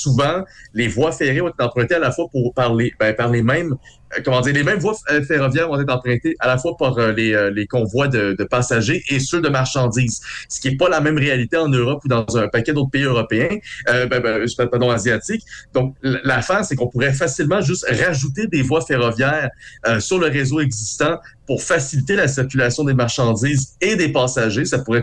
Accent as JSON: {"language": "French", "region": "Quebec", "country": "Canada"}